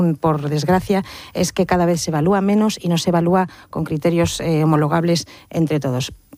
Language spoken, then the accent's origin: Spanish; Basque Country, Spain; Y luego yo como vasca pues estoy muy preocupada por los escandalizada por los resultados en el País Vasco.